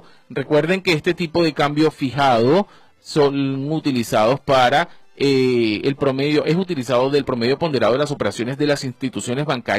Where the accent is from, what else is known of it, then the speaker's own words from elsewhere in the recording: Caracas, Capital District, Venezuela; Yo también soy de la parroquia Sucre, profesora. Yo soy de Katia también, muy cercano a Casalta, por cierto.